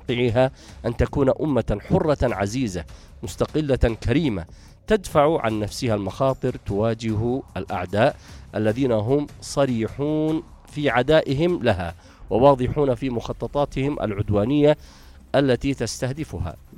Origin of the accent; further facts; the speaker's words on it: Yemen; بلادنا اليمن.